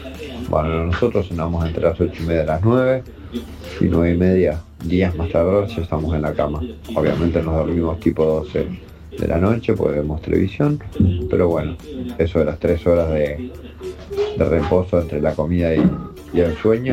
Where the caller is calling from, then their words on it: Martínez, Buenos Aires Province, Argentina; de Martínez.